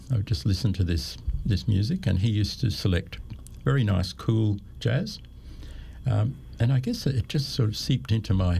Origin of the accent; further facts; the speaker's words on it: Landsborough, Queensland, Australia; now in Brisbane, Australia; I grew up on the Sunshine Coast at Landsborough, went to Caloundra High, and then came to Brisbane in 1971.